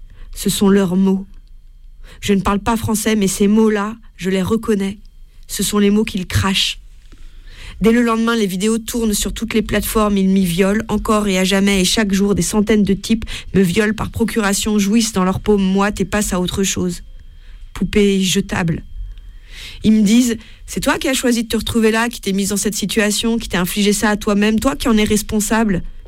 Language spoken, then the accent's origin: French; Netherlands; Je suis néerlandaise.